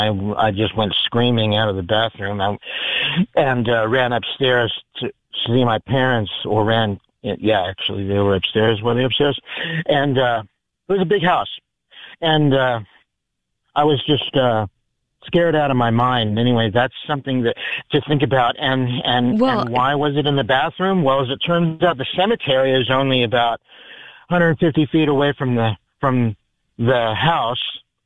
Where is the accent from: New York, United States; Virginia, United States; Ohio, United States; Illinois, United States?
Virginia, United States; Chesapeake; now in San Diego, United States; I grew up in a place called Chesapeake, Virginia. More specifically, Great Bridge, Virginia.